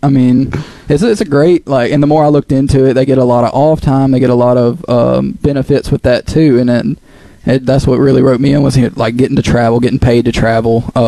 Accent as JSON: {"language": "English", "town": "Pontotoc", "region": "Mississippi", "country": "United States", "said": "I'm from Pontotoc."}